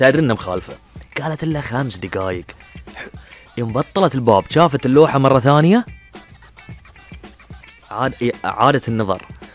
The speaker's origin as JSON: {"language": "Arabic", "country": "Bahrain"}